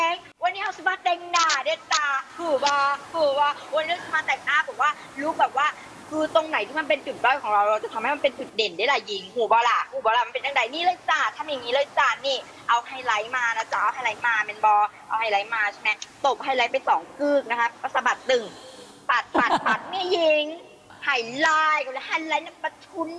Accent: Phang Nga, Thailand

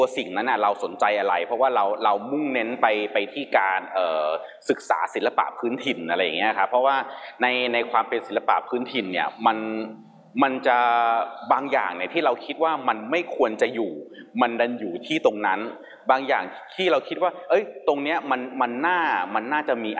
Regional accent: Bangkok, Thailand; ผมอาจจะเหมือนกับว่าเรียนและโตที่กรุงเทพแต่เหมือนกับว่าทางแม่จะมีเชื้อมอญพ่อจะเป็นคนใต้

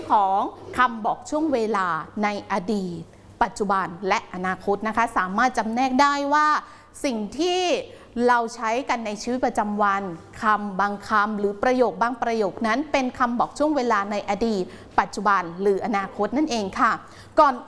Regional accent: Isan, Thailand; วัยเด็กๆนั้น … อยู่ที่ภาคอีสาน

